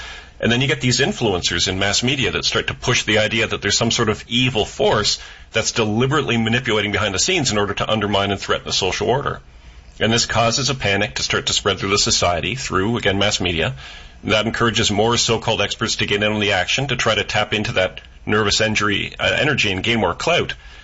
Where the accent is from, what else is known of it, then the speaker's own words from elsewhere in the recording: Orangeville, Ontario, Canada; I think it's so important to me is because this happened everywhere, including in my hometown of Orangeville, Ontario.